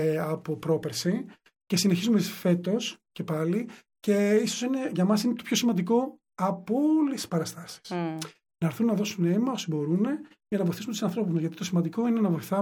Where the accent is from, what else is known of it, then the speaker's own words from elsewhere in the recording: Platania, Peloponnese, Greece; Και είναι ωραίο να περπατάς στο χωριό μου.